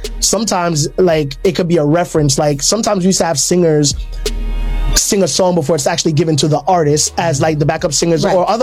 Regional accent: Bronx, New York, United States; born or raised there; also born or lived in Jamaica

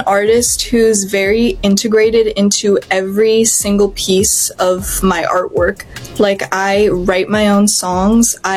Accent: Canada; I'm from Canada, so I'm part Filipino, part French Canadian. I actually speak fluent French.

